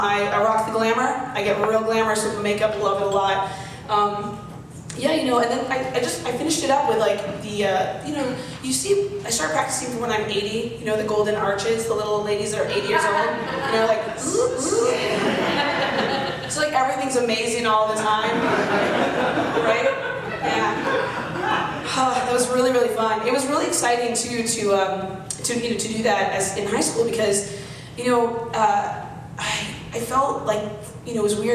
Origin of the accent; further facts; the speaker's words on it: Arizona, United States; I was raised in Arizona, and it was just like, I'd never dealt with allergies there.